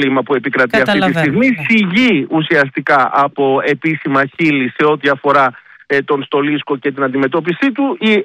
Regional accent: Rhodes, South Aegean, Greece; επειδή συμβαίνει να είμαι από τη Ρόδο οπότε και το Μαρμαρίς είναι κοντά στη γενέτειρά μου

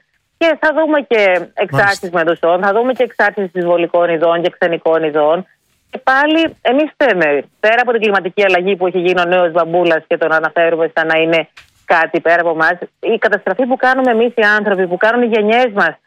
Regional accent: Greece; Πιστεύω ότι όλοι έχουμε δει μέδουσες μεγαλώνοντας στην Ελλάδα, δεν είναι κάτι καινούριο.

